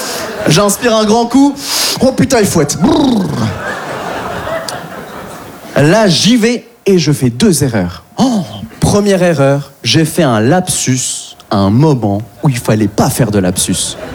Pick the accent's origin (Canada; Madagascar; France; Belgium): France; born there; Et on est beaucoup d'Asiatiques de ma génération à être dans le même cas de figure. Par exemple, moi, j'ai de la Chine par mes parents et j'ai de la France par ma naissance. J'ai une double culture que je trouve très enrichissante, mais un peu paradoxale.